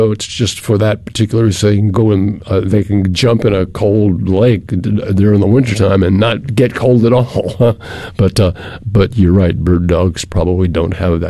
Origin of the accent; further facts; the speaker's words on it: Massachusetts, United States; moved away; I grew up in Massachusetts, I was accustomed to the cold.